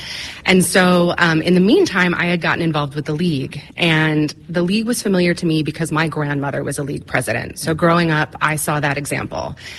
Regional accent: New York, United States; moved away as an adult; my home state of New York

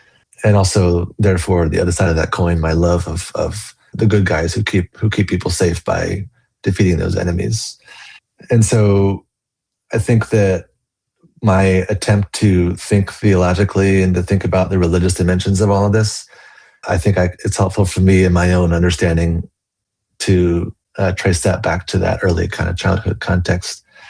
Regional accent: New Jersey, United States; growing up in South Jersey, watching the news out of Philadelphia

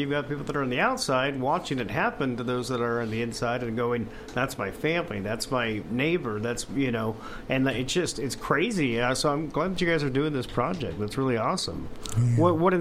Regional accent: Midwest, United States; I'm from the Midwest

